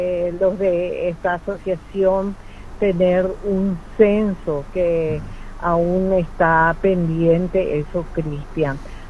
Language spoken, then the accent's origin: Spanish; Unión, San Pedro, Paraguay; Específicamente Unión, que es mi ciudad natal